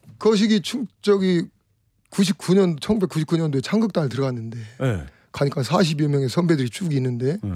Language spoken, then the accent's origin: Korean; Chungcheong, South Korea; 고향이 어디요? 이러더라고. 네. 그래서 충청도요.